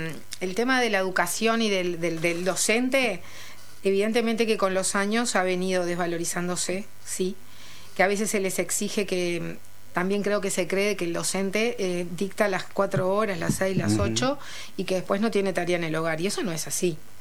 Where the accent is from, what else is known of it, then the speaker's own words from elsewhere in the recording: Florida, Uruguay; also born or lived in Maldonado; now in Montevideo, Uruguay; estoy en Montevideo y recorro todo el país, pero también, como dijo Milka, soy originaria de Florida, también trabajé en Maldonado.